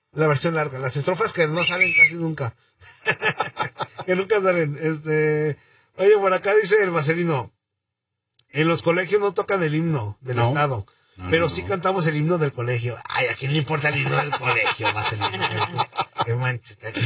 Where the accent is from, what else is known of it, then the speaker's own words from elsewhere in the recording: Jalisco, Mexico; Yo la verdad, soy muy mal jalisciense, güey.